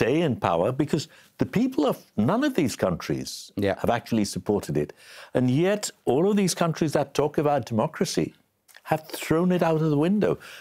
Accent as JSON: {"language": "English", "country": "Bangladesh", "said": "I'm from Bangladesh."}